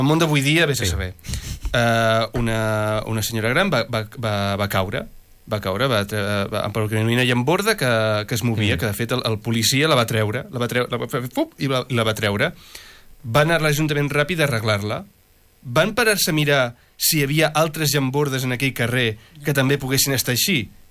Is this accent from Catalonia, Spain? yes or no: yes; Rubí, Catalonia, Spain; però jo he viscut aquí tota la meva vida